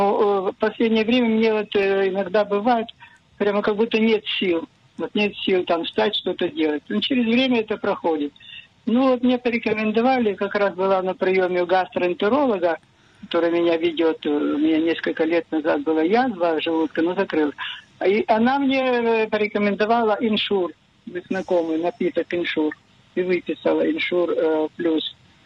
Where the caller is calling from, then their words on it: Hadera, Haifa District, Israel; из Хадеры. У меня такой вопрос. Мне 87 лет